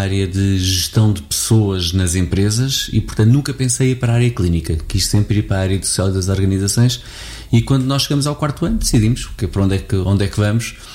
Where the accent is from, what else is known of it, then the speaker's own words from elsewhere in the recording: Abrantes, Santarém, Portugal; moved away as an adult; nasci em 1975, no Rossio ao Sul do Tejo, Abrantes, e portanto é um bocadinho esta a minha história aqui, e vivi a minha vida em Abrantes até aos 18 anos, mas já não vivo cá, mas continuo muito ligado a Abrantes.